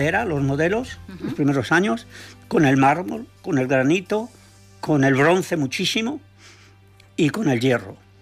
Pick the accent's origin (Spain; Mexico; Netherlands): Spain; Madrid, Community of Madrid; No, yo cuando venía aquí era madrileño.